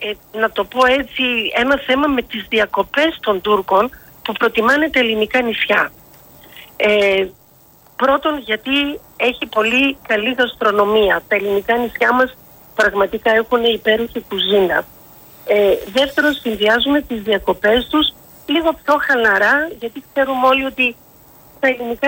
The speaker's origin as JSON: {"language": "Greek", "country": "Greece", "said": "μια και γνωρίζω την Ελλάδα και είμαι Ελληνίδα"}